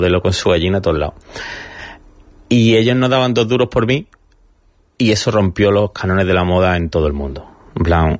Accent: Vélez-Málaga, Andalusia, Spain; moved away; also born or lived in Milan; el poder realizar mi trabajo desde aquí, desde mi tierra, que es donde lo que más amo.

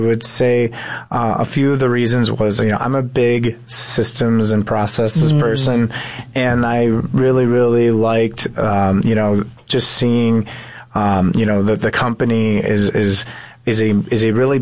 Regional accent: Chicago, Illinois, United States; also born or lived in Park Ridge, Illinois; Yes, one of seven children. I grew up in the north side in the Jefferson Park area.

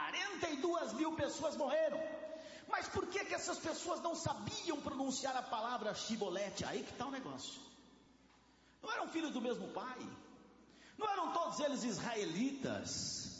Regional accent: São Paulo, Brazil; accent: paulistano; Vem aqui no, na capital paulista, é aquele Rzinho nojento que a gente fala

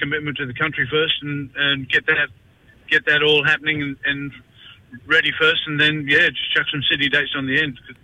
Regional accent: Alice Springs, Northern Territory, Australia; Well, that's true, and we're both country lads. I was born and raised in Alice Springs.

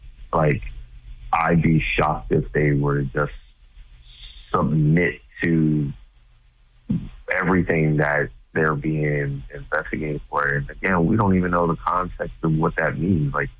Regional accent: Philadelphia, Pennsylvania, United States; I'm from Philly.

